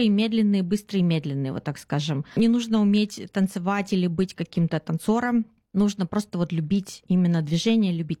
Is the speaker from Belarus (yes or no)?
no; Russia; moved away as an adult; now in New Zealand; Потом я переехала из России в Новую Зеландию в 2006 году, занималась работой, карьерой, семьей, у меня родился сын